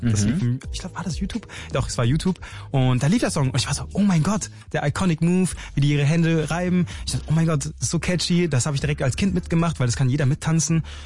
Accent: China; Weil, naja, ich bin Chinese

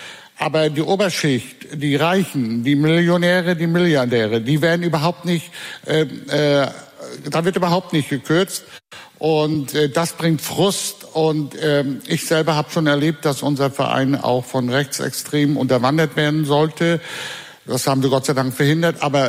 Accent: Rostock, Mecklenburg-Vorpommern, Germany; Ich komme aus Rostock Groß-Klein, einer der sogenannten, ich sage das ganz bewusst, sozialen Brennpunkte in Rostock

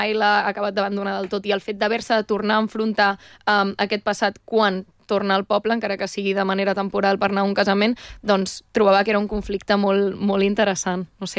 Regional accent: Catalonia, Spain; jo, tot i que sóc catalana i òbviament conec la cultura catalana, també has d'afinar molt els detalls.

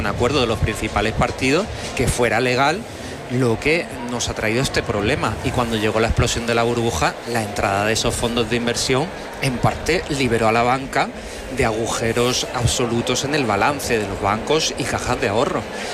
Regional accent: Málaga, Andalusia, Spain; Yo soy malagueño y en Málaga la gente no habla de Pedro Sánchez ni de la presidenta Isabel Díaz Ayuso.

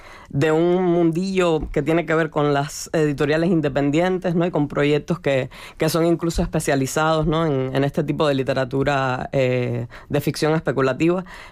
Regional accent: Cuba; estos presupuestos de lo que debería escribir un cubano, un latinoamericano en general, por supuesto que me han tocado.

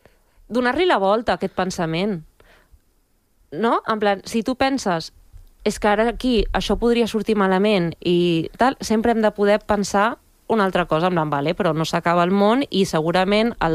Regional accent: Balearic Islands, Spain; born there; accent: Majorcan; first language Central Catalan; also born or lived in Barcelona; pare madrileny, mare catalana, i jo i ma germana vam néixer a Mallorca. Llavors, a casa s'ha parlat sempre castellà i català central, però de portes a fora hem parlat sempre mallorquí. Llavors, jo, la que trepitjo la illa, doncs, xer mallorquí, i amb els meus amics xer mallorquí

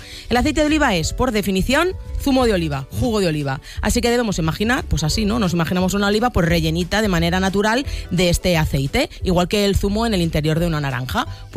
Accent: Spain

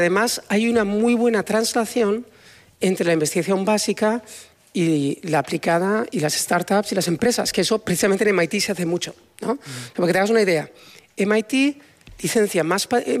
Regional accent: Spain; Yo soy español

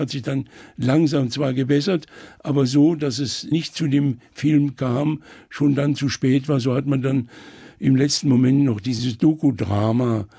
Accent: Eifel, Germany; now in Italy; Naja, ich habe immer die Eifel, Main, also immer als meine Heimat betrachtet. Ich habe zwar sicher mal in Italien in meinen ersten Jahren dort meine zweite Heimat gesucht und muss ehrlich sagen, ich habe sie nicht gefunden.

